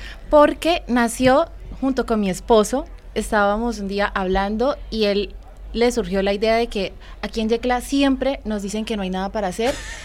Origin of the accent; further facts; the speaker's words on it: Colombia; Bueno, incluso yo vengo de Colombia